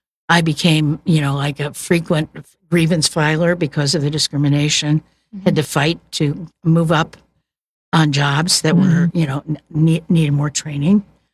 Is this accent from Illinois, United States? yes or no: yes; Chicago, Illinois, United States; now in Kansas City, United States; I was originally from Chicago.